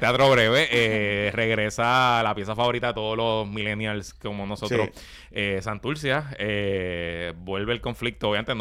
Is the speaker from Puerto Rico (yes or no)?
yes; Guaynabo, Puerto Rico; Nacido y criado en el reino de Guaynabelo. Yo vivo en el pueblo de Guaynabelo. Allí mismo.